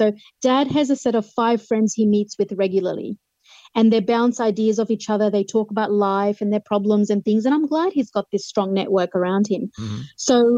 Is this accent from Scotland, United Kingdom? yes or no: no; Hampstead, London, United Kingdom; born there; And I said, oh, well, I was born in Hampstead, London.